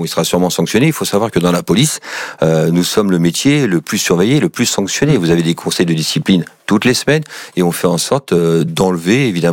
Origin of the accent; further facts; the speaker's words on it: Île-de-France, France; Je suis issu de Seine-Saint-Denis, du 93. Mes parents y habitent toujours dans des cités HLM.